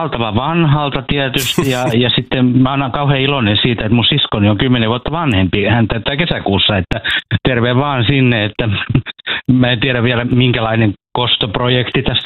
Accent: Turku, Southwest Finland, Finland; born there; moved away as an adult; also born or lived in Laukaa; now in Helsinki, Finland; Turkuun vei tie, ja sitten olin aika pitkään turkulainen, ja sitten nyt olin helsinkiläinen.

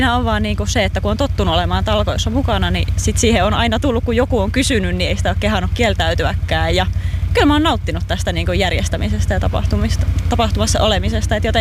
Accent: Sonkajärvi, North Savo, Finland; minä olen Sonkajärveltä kotoisin ja aina kyllä lapsuudesta asti kisoissa käynyt ja markkinoilla käynyt

